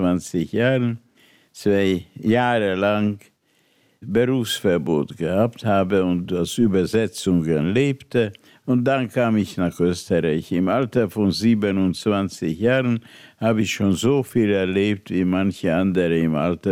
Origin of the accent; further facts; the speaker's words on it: Budapest, Hungary; moved away; Und ich bin in Budapest geboren, Schule gegangen, habe Gymnasium mit Auszeichnung beendet